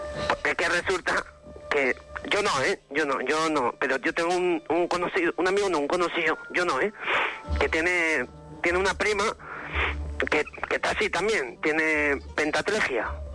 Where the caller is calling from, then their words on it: Basque Country, Spain; aquí pegando a Bilbao